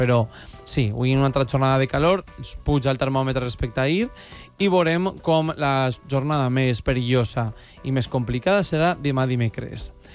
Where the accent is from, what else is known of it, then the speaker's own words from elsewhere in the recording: Casas Bajas, Valencian Community, Spain; en el meu poble, de fet, en Casas Bajas